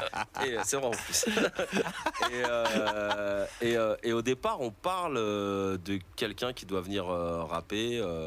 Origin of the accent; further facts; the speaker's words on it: Aubervilliers, Île-de-France, France; also born or lived in Saint-Denis; Je suis né à Saint-Denis. Je suis d'Aubervilliers, je suis né à Saint-Denis.